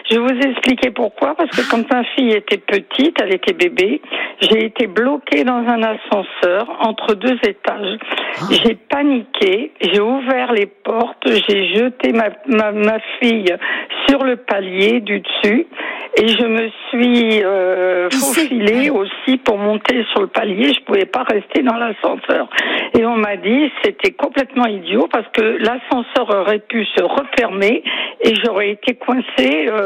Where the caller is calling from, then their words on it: Fabrègues, Occitanie, France; Moi, je suis à Fabrègues, exactement.